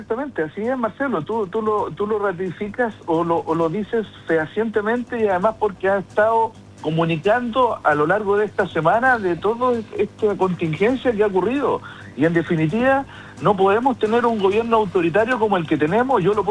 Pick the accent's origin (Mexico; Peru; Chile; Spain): Chile; como buenos chilenos que somos